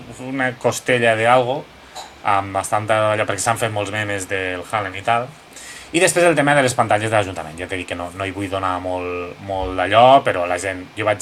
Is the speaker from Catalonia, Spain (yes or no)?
yes; Lleida, Catalonia, Spain; sóc de Lleida des de xiquitito.